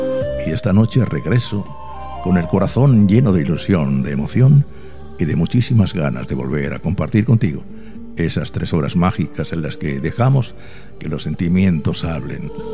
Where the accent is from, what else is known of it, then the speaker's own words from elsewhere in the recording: Region of Murcia, Spain; Mi tierra, Murcia